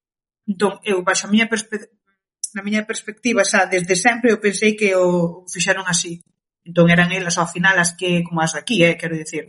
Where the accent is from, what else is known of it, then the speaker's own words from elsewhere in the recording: Burela, Galicia, Spain; first language Cape Verdean Creole; Galician is a second language; eu medrei coas dúas culturas, tanto a caboverdiana como a galega, porque eu, na miña casa, meus pais, todo me ensinaron en crioulo, que é o idioma que se fala en Cabo Verde. E claro, de portas para fora, a educación na escola, Burela sempre foi unha vila galego falante